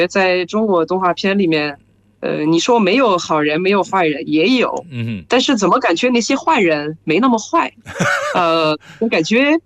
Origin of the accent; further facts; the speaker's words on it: France; Chinese is a second language; 我是来自法国的